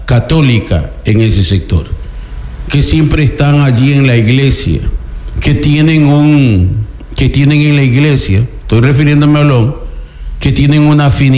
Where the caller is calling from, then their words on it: Santa Elena, Ecuador; aquí en la provincia de Santa Elena